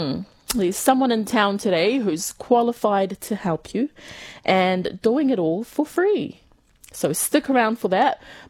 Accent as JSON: {"language": "English", "country": "New Zealand", "also_born_or_lived": "North Queensland, Australia", "accent": "thick New Zealand", "moved": "yes", "lives_now": "Kalgoorlie, Australia", "said": "And when I was there, they made a big fuss about my thick New Zealand accent."}